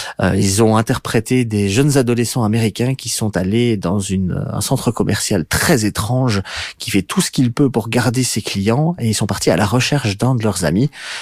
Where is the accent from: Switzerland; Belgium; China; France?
Belgium; Brussels, Brussels-Capital Region; je suis un Bruxellois qui a un boulot, qui a des enfants